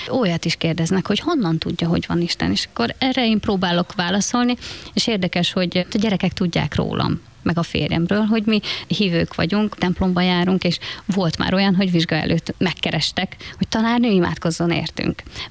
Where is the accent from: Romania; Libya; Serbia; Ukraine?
Ukraine; Zakarpattia Oblast; moved away as an adult; now in Balassagyarmat, Hungary; Mi Kárpátaljáról származunk. 2022. február 24-én jöttünk át a határon.